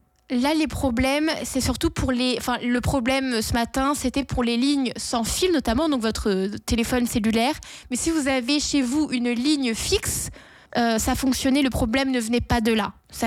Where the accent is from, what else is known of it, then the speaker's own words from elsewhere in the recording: New Brunswick, Canada; Et c'était le cas dans plusieurs provinces au Canada, en Ontario, au Québec et aussi par chez nous, au NB, en Nouvelle-Écosse aussi.